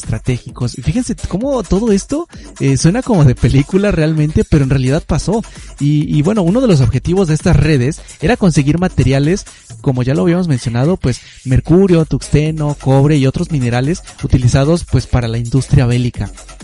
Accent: Mexico; sabemos que somos el vecino de Estados Unidos. Entonces Alemania vio un potencial en ese aspecto aquí en México, ¿no?

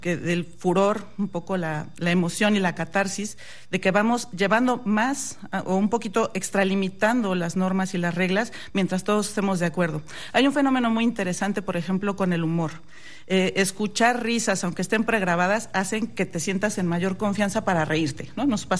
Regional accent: Mexico; nuestro temperamento como mexicanos.

